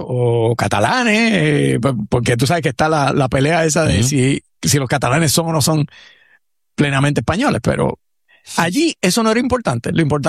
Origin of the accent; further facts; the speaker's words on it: Puerto Rico; accent: Puerto Rican; jóvenes que están cantando … lo hacen con acento más puertorriqueño que el mío.